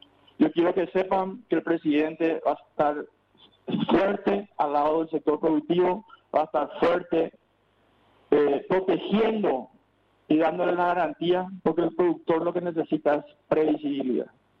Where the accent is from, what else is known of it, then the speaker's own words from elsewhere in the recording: Paraguay; pero por sobre todo como productor y como paraguayo, que es lo más importante